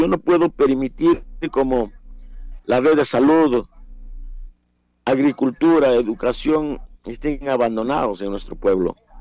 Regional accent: Coracora, Ayacucho, Peru

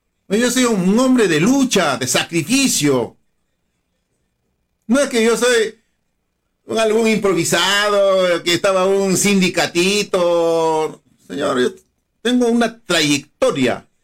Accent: Ayacucho, Peru; Yo soy parinacochano, soy peruano

